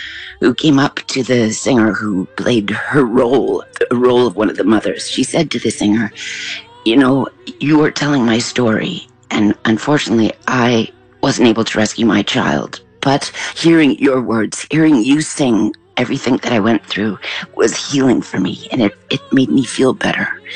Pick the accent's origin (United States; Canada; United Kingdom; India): Canada; So I'm very proud of my Canadian roots. I grew up in Canada in a Ukrainian community.